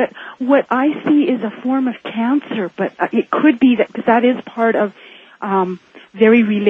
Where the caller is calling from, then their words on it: Calgary, Alberta, Canada; I'm listening at QR77 in Calgary, Alberta.